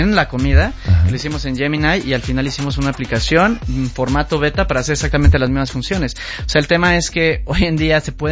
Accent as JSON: {"language": "Spanish", "country": "Mexico", "moved": "as an adult", "lives_now": "Spain"}